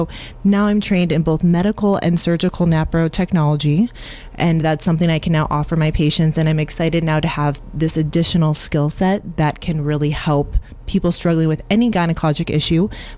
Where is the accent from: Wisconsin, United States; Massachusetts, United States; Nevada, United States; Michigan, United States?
Michigan, United States; I'm from Michigan, so that's kind of nearby.